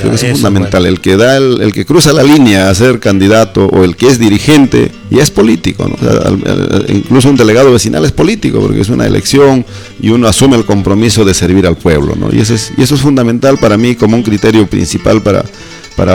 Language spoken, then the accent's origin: Spanish; Andes, Peru; first language Quechua; Spanish is a second language; Hablo quechua, es mi lengua original. No puedo negar, yo aprendí a hablar castellano ya en el colegio como la mayoría de los andinos.